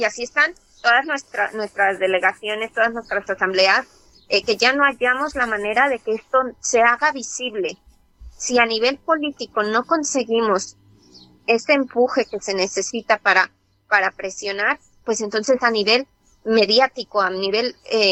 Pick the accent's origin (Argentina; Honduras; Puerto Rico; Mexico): Mexico; now in Spain; yo soy mexicana, que llevo viviendo muchísimos años aquí en España